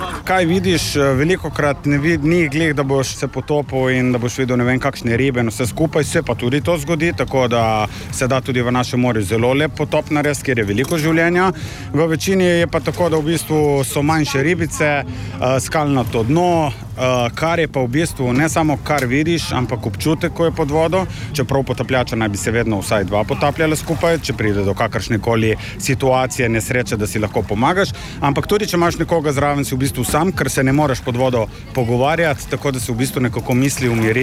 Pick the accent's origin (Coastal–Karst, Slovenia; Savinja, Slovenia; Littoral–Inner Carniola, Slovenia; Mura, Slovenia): Coastal–Karst, Slovenia; Piran; Začel sem se potapljati zaradi tega, ker sem iz Pirana in mi je morje nekako tako pri srcu